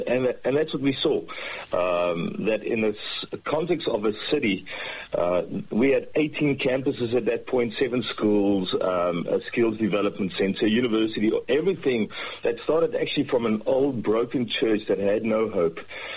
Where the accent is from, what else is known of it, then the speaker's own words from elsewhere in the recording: South Africa; moved away as an adult; now in Australia; To this point now, I see myself more Australian than I see myself South African. My accent probably doesn't help